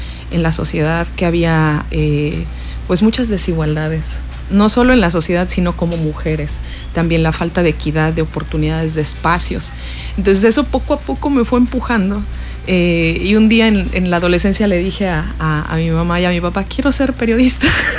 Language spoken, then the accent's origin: Spanish; Guerrero, Mexico; Yo soy del estado de Guerrero